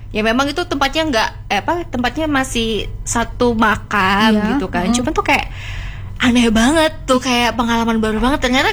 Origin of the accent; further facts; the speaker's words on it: Malang, East Java, Indonesia; kita orang Malang